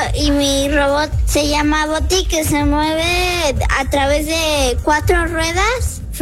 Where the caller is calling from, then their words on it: Mexico City, Mexico; vivo en la Ciudad de México.